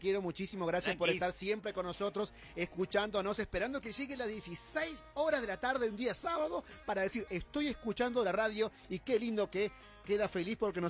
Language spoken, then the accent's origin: Spanish; Rivera, Uruguay; porque bueno, no somos de Hiperactiva, somos de la ciudad de Rivera, que salimos para cuatro radios.